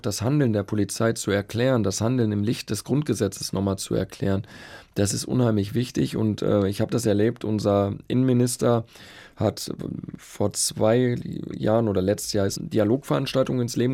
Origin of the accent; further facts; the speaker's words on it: North Rhine-Westphalia, Germany; Ich bin in Nordrhein-Westfalen aufgewachsen, deswegen mit WDR 4.